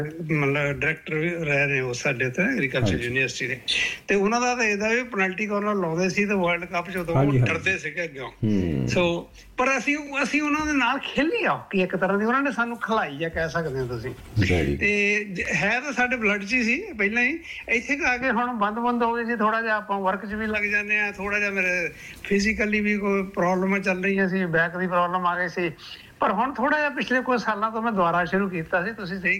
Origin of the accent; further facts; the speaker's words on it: Jalandhar, Punjab, India; ਮੈਂ ਓਬਵੀਅਸਲੀ ਜਲੰਧਰ ਤੋਂ ਹਾਂ, ਪੰਜਾਬ ਸਾਡਾ ਪਿੰਡ ਹੈ ਸੰਸਾਰਪੁਰ ਦੇ ਨਾਲ ਹੀ